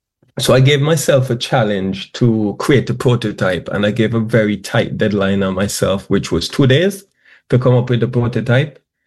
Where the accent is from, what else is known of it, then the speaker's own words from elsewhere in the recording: Cork Hill, Montserrat; moved away as an adult; So I hail from Carkill originally, proud roots from Carkill. I left Montserrat at the age of 22, and that was a few years ago. So I grew up in Montserrat all my life, post volcano as well. So I am Montserratian by birth, heritage, everything else, and ancestry.